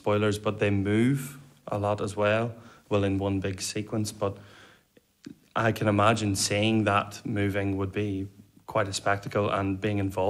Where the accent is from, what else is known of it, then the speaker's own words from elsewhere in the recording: Northern Ireland, United Kingdom; I'm a baritone from County Down.